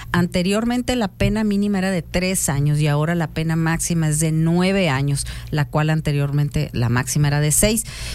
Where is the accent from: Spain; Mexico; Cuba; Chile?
Mexico; Nogales, Sonora; yo soy de Nogales.